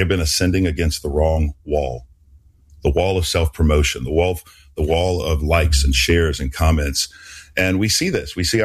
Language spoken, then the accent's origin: English; New Orleans, Louisiana, United States; born or raised there